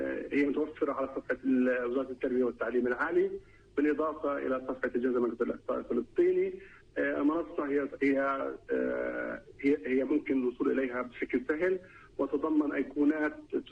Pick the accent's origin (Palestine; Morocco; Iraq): Palestine; هل هي موجودة عندنا في فلسطين أم لا؟